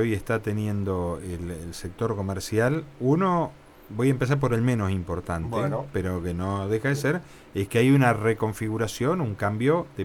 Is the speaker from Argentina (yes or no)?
yes; Argentina; Me paro como el tema, como argentino.